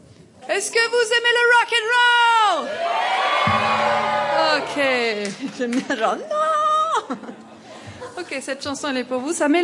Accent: Strasbourg, Grand Est, France; Moi, je viens de Strasbourg. Et en Alsace, il y a une grande communauté gypsy, musique manouche pour faire ce style de guitare.

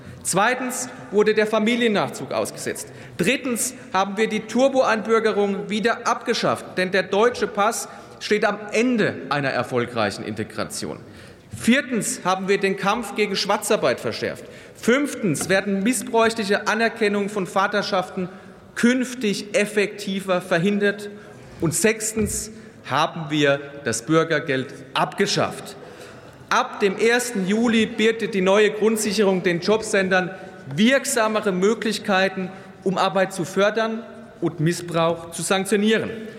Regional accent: Pirmasens, Rhineland-Palatinate, Germany; Auch deshalb bin ich stolz auf meine Heimatstadt Pirmasens und unseren Oberbürgermeister Markus Zwick.

